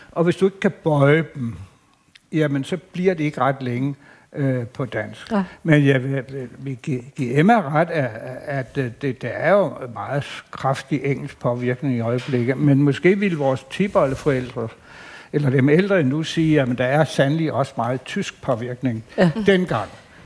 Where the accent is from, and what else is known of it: Bogense, Region of Southern Denmark, Denmark; born or raised there